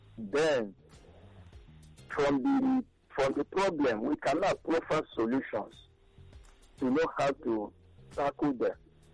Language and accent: English; Iba, Lagos, Nigeria; I'm from Eba.